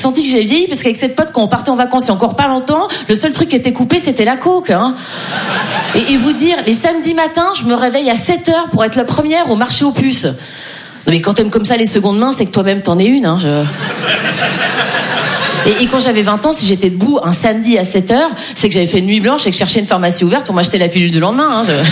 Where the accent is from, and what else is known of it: Switzerland